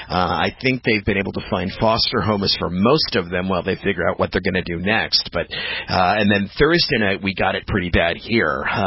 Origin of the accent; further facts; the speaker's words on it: Illinois, United States; I mean, for all the years that I grew up here in Illinois, I've lived here all my life